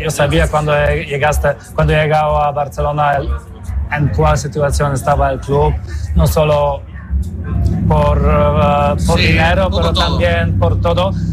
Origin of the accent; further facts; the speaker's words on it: Poland; Spanish is a second language; Sí, claro, sabes, yo soy polaco, soy de Polonia